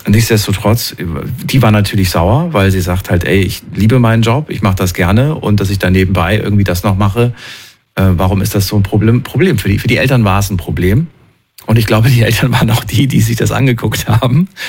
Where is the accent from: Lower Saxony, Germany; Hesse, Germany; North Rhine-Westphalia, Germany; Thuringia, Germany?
Thuringia, Germany; Früher, bin ja aus Thüringen und so weiter. Und da war FKK ganz normal, ne, in der ehemaligen DDR.